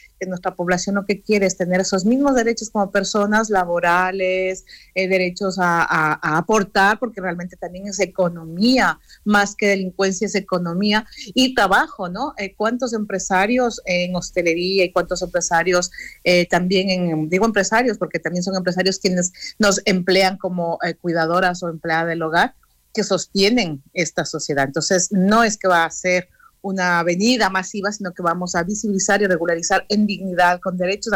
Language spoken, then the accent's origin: Spanish; Galicia, Spain; born there; Hace 32 años que vivo en Galicia, pero es que nací en Galicia, pero me tuve que marchar, por lo tanto soy retornada.